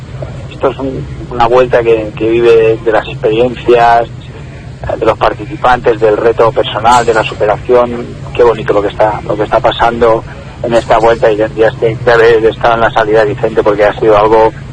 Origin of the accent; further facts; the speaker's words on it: Ibiza, Balearic Islands, Spain; pues la manera igual que somos los ibicencos y la gente de Ibiza, sí.